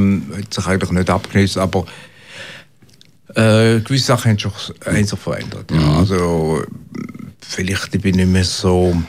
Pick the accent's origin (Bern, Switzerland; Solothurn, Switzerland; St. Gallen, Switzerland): St. Gallen, Switzerland; also born or lived in Basel; now in Delémont, Switzerland